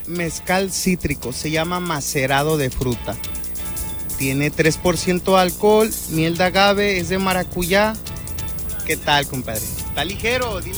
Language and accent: Spanish; Santiago Matatlán, Oaxaca, Mexico; Nosotros venimos de Santiago Matatlán, Oaxaca. Es una región mezcalera, es en la zona de Oaxaca, es en la Sierra Madre, compadre. Es una zona, pues, de sierrita, no hay casi nada.